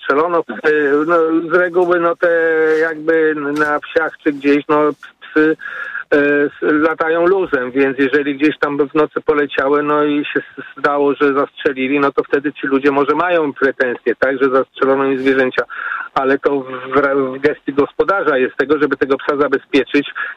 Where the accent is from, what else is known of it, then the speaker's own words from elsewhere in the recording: Warsaw, Masovian Voivodeship, Poland; now in Outskirts of Warsaw, Poland; Ja pamiętam jeszcze, bo ja jestem podałem z Warszawy, ale mieszkam jakby na obrzeżach Warszawy. Mhm. Jeszcze jak to się mówi, miałem kilkanaście lat, koło mnie by organizowali polowania, bo tu powiedzmy jestem z okolicy Okęcia